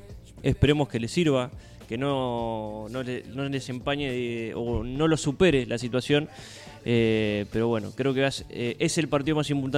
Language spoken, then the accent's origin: Spanish; Argentina; Somos argentinos